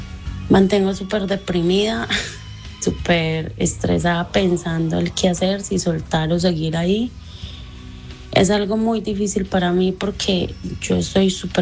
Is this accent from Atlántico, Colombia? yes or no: no; Medellín, Antioquia, Colombia; Soy de Medellín.